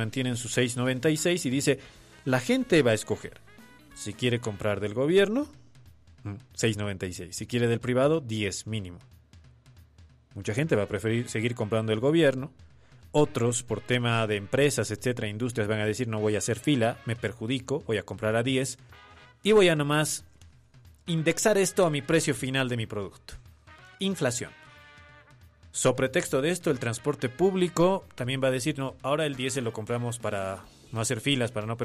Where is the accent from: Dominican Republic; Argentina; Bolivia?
Bolivia; haciéndonos quedar mal una vez más como bolivianos